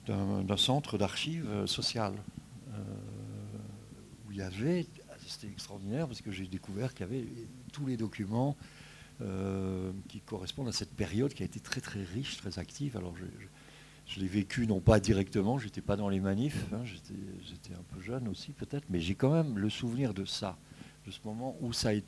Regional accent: Colmar, Grand Est, France; Je suis content d'être à Colmar, ma ville natale. Je n'oublie jamais que je suis né ici.

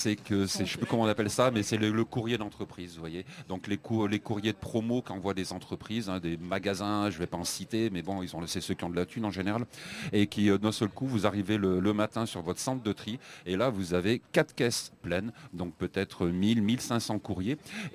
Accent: Valence, Auvergne-Rhône-Alpes, France; je suis originaire de Valence, dans la Drôme

